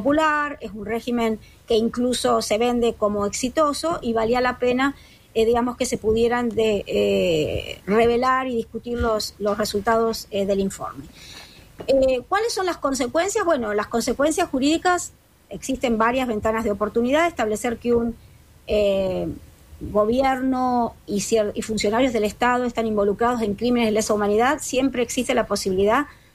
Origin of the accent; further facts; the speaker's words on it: Argentina; yo soy argentina y yo me crié en la dictadura argentina